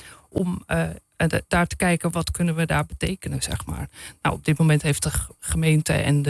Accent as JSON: {"language": "Dutch", "region": "North Holland", "country": "Netherlands", "said": "Ik kom hier niet zo vaak, want ik kom uit Zaanstreek."}